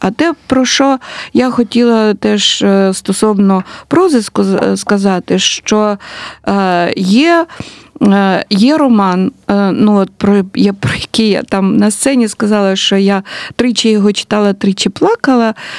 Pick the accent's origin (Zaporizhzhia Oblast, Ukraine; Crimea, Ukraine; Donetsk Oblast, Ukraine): Zaporizhzhia Oblast, Ukraine; Melitopol; я ж з Мілітополя